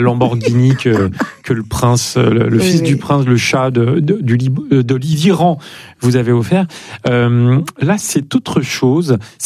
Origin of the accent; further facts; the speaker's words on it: Lyon, Auvergne-Rhône-Alpes, France; vous savez que je viens de Lyon